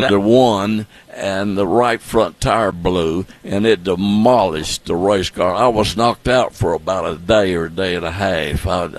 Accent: Nashville, Tennessee, United States; I grew up in West Nashville.

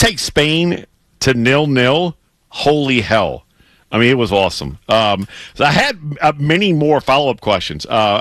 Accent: Louisiana, United States; Then our guy Freddie's driving up to my home state of Louisiana right now.

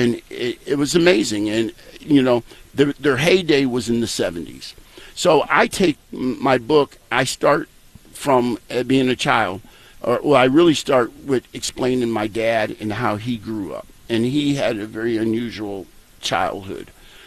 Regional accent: Fairfield, Connecticut, United States; born there; also born or lived in North Carolina; We moved from North Carolina to Fairfield, Connecticut, which when we moved there was the third richest county in the country.

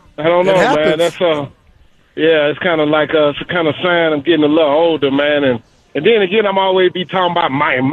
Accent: the South, United States; I grew up in the South

